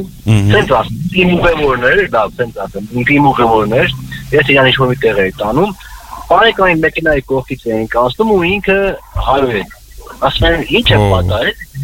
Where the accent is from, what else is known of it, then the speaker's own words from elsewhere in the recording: Gyumri, Shirak, Armenia; now in Yerevan, Armenia; ես երկու տարի էլ Հայաստանում տաքսի եմ քշում, հենց Երևանում, ես ինքս Գյումրից եմ